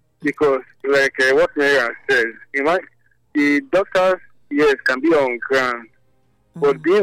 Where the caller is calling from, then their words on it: Nigeria; I'm calling from GRA.